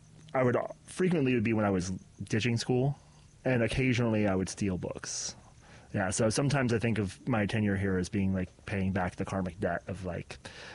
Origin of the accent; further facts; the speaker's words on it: Ojai, California, United States; I grew up in Ojai. My family's been here since the 30s.